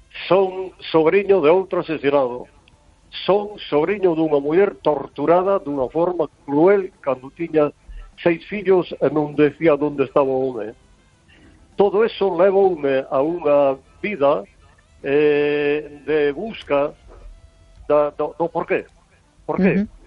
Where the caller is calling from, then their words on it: Vigo, Galicia, Spain; Sí, vamos a ver